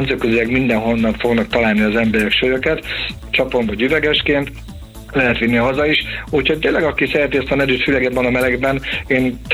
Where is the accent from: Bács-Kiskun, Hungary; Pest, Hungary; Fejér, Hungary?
Pest, Hungary; Vác; mi abban nőttünk fel, hogy ez a vigalom, ez itt Vácon, meg ugye a Sörfesztivál Balassagyomaton, az mindig a térségnek ugye a két legnagyobb ilyen rendezvénye volt.